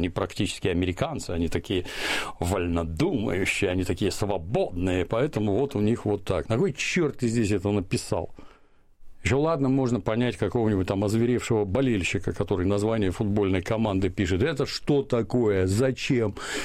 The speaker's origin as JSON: {"language": "Russian", "region": "Saint Petersburg", "country": "Russia", "tie": "born or raised there", "said": "А мне кажется, вы гадите в моем родном городе."}